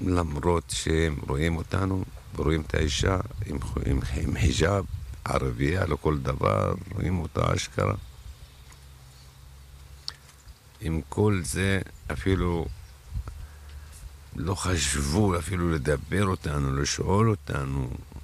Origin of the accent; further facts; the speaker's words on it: Rafah, Gaza Strip, Palestine; now in Israel; אני מרפיח במקור, אני עליתי לארץ בשנת 95.